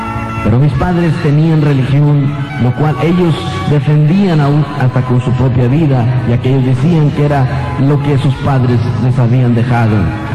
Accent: San Luis Potosí, Mexico; born there; nacido a 17 kilómetros de la ciudad de Matehuala, San Luis Potosí. Allí fue donde yo nací.

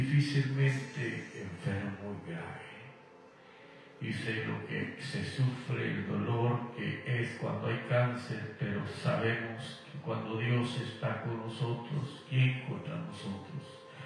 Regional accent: Guatemala; moved away; Guatemala, mi tierra natal.

